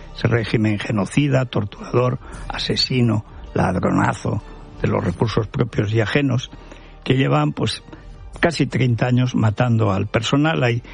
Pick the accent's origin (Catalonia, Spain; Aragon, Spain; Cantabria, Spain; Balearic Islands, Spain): Aragon, Spain; Teruel